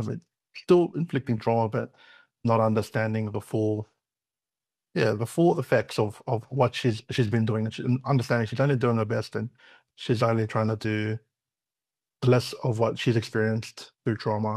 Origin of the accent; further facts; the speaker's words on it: New South Wales, Australia; It's a blessing growing up in Western Sydney because you get exposed to all these different cultures and it becomes like this melting pot.